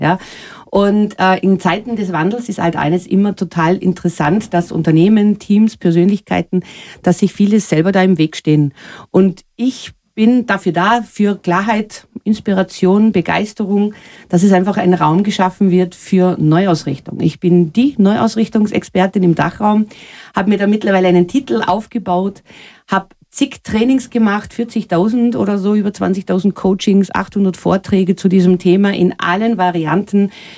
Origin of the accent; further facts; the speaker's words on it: Austria; born there; moved away as an adult; also born or lived in Germany; Ich bin gebürtige Österreicherin, also ich hoffe, alle Österreicher sehen es mir jetzt ein bisschen nach, dass ich meinen Dialekt nicht verlernt habe. Es kommt immer so ein bisschen durch, aber ich war 27 Jahre jetzt in Deutschland